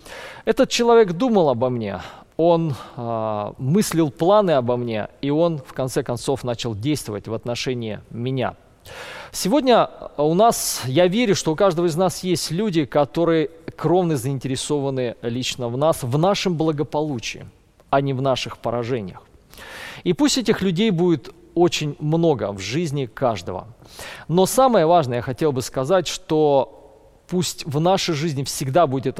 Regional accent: Siberia, Russia; now in Caucasus, Russia; я сам родом из Сибири, и когда начал жить на Кавказе, то у меня остались друзья в Западной Сибири, это Кемеровская область.

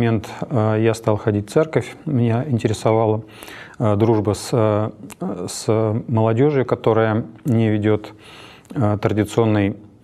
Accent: Zavolzhye, Nizhny Novgorod Oblast, Russia; now in Nizhny Novgorod, Russia; Я родом из города Заволжья Нижегородской области

